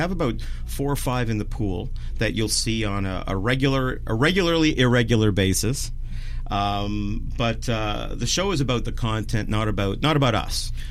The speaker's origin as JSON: {"language": "English", "town": "Toronto", "region": "Ontario", "country": "Canada", "said": "I'm from Toronto, Ontario, and we have production facilities in Vancouver, BC as well."}